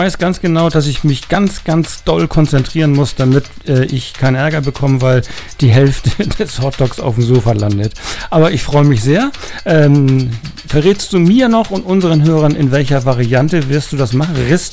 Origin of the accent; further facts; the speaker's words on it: Schleswig-Holstein, Germany; wir kommen aus Schleswig-Holstein und wohnen dort dicht an der dänischen Grenze